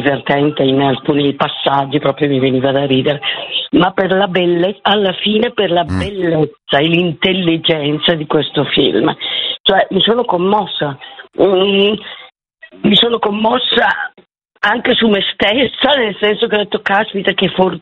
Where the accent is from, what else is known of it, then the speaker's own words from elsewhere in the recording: Brescia, Lombardy, Italy; Allora, Lisbo Story, io sono di Brescia, l'ho visto al cinema Nuovo Eden